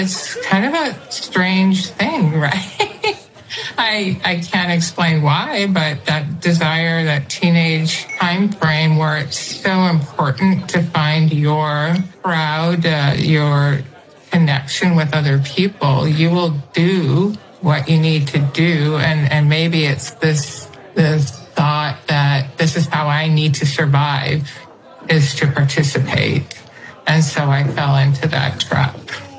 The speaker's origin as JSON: {"language": "English", "region": "New Hampshire", "country": "United States", "tie": "born or raised there", "said": "I grew up in New Hampshire and near that small piece of coastline that New Hampshire has, so kind of a small-time girl."}